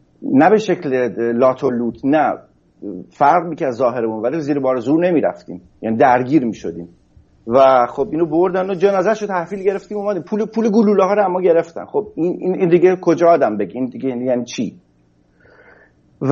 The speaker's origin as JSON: {"language": "Persian", "country": "Iran", "moved": "yes"}